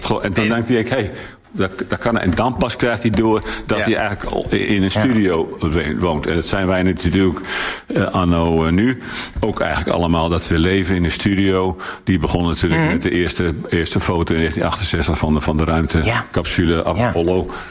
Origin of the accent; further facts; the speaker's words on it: Emmeloord, Flevoland, Netherlands; born there; Want ik ben geboren in Emmeloord, achter die Afsluitdijk.